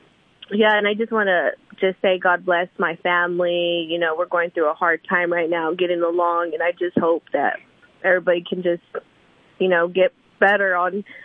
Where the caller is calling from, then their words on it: Lubbock, Texas, United States; Lubbock, Texas.